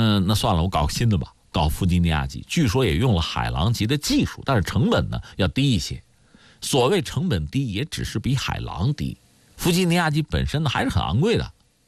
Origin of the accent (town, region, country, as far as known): China